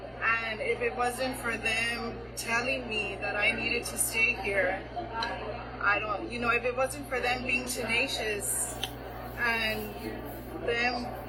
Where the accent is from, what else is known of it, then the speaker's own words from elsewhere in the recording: Weslaco, Texas, United States; moved away as an adult; now in Austin, United States; So I'm from the Valley. I'm from a very small town called Westlaco, Texas. And it's very tiny, very family oriented.